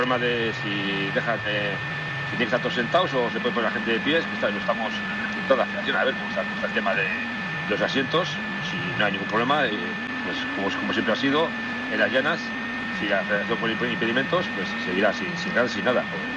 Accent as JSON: {"language": "Spanish", "town": "Sestao", "region": "Basque Country", "country": "Spain", "said": "Yo soy de Sestao, vamos."}